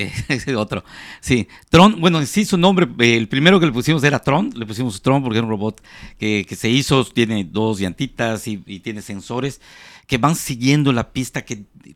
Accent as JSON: {"language": "Spanish", "region": "Yucatán", "country": "Mexico", "said": "tenemos la combinación de maya, somos orgullosos, yucatecos y todo."}